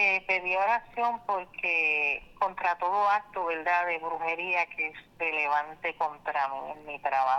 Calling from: San Juan, Puerto Rico

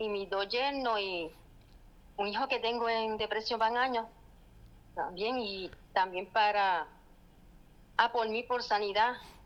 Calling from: Barceloneta, Puerto Rico; de Barceloneta.

